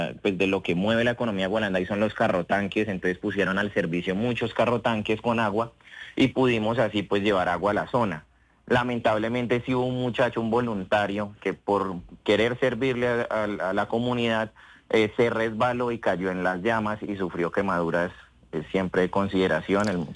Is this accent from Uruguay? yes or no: no; Colombia; now in Ibagué, Colombia; aquí estamos en Colombia unida, somos colombianos